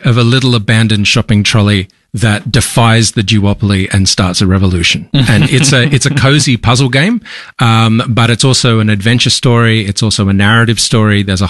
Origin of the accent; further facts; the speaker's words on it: Australia; Also, we're Australian indie developers.